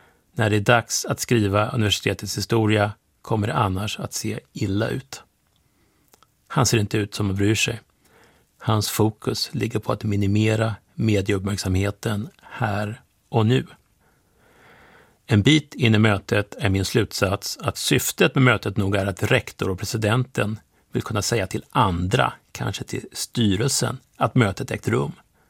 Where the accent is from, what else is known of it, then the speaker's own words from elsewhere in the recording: Sweden; moved away as an adult; now in United States; Som svensk är man väl ganska ovan att prata med advokater